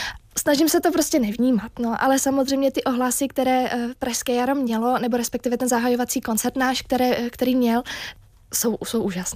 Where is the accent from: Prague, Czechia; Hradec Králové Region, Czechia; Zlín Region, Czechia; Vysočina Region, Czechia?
Prague, Czechia